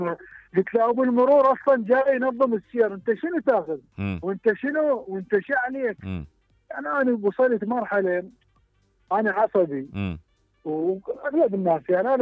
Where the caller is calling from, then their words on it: Baghdad, Baghdad Governorate, Iraq; من بغداد.